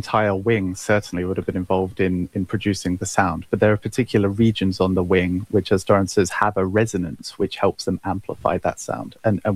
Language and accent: English; United Kingdom; yeah, it is.